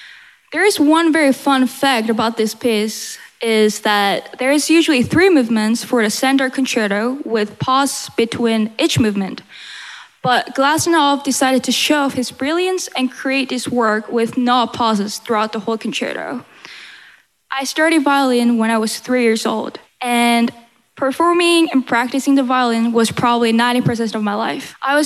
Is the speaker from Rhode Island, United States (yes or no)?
no; Atlanta, Georgia, United States; now in New York, United States